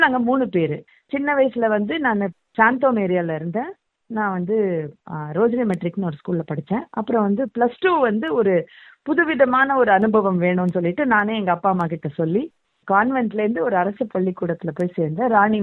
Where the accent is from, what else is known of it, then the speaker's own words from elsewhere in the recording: Chennai, Tamil Nadu, India; நான் சென்னையில் இருக்கேன். பிறந்து வளர்ந்தது எல்லாமே சென்னையில் தான். என்னுடைய பூர்வீகம் பார்த்தீங்கன்னாக்கா எங்கள் அப்பா அம்மாவுடைய பூர்வீகம் தான் சென்னையை விட்டு வெளியில்